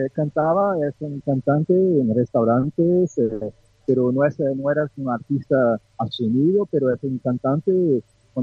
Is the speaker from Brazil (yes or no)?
yes; Brazil; Spanish is a second language; now in France; directamente de Francia, pero soy brasileño